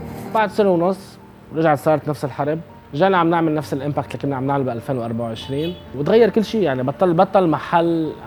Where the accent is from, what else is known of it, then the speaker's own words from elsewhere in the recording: Beirut, Beirut Governorate, Lebanon; now in Beirut, Lebanon; انا فعليا من بيروت وكنت عايش برات لبنان